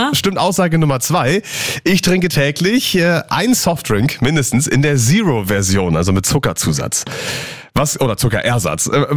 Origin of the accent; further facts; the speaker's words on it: Brandenburg, Germany; aber ich komme aus Brandenburg.